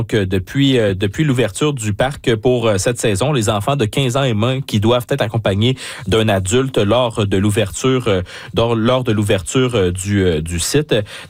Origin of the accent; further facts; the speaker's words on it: Canada; je suis originaire de la région d'Ottawa-Gatineau